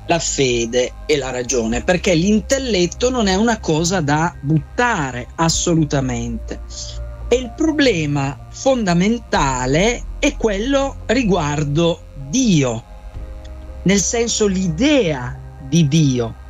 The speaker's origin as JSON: {"language": "Italian", "region": "Piedmont", "country": "Italy", "tie": "born there", "said": "poco più su di dove sono nato io, in Piemonte"}